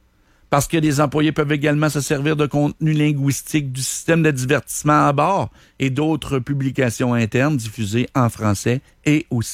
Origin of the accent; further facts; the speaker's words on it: Trois-Rivières, Quebec, Canada; Moi, je viens de Trois-Rivières. Puis moi, j'ai appris français.